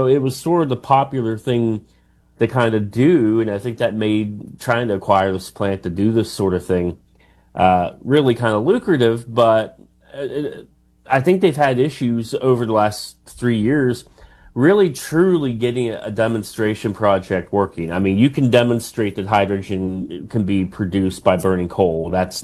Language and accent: English; West Virginia, United States; I'm from Pleasance County. Dave's from Pleasance County.